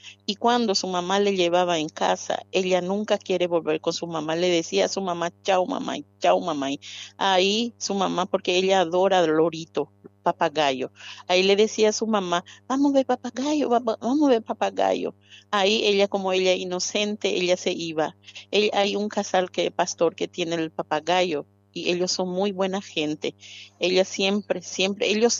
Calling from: Brazil; Yo vivo en Brasil

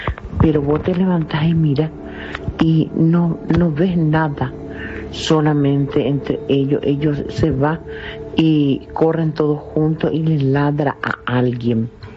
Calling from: Pirayú, Paraguarí, Paraguay; Y soy de Pirayú, te estoy llamando a la ciudad de Pirayú.

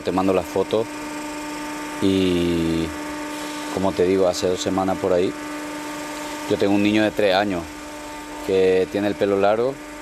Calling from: Toledo, Castilla-La Mancha, Spain; de Toledo, España.

